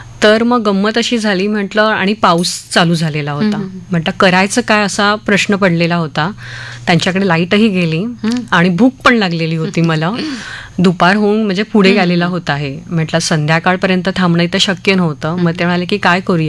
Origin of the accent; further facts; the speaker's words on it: Mumbai, Maharashtra, India; म्हणजे आपल्या कोशामध्ये असतो, मी मुंबईची आहे मी हे ते वगैरे काही नसतं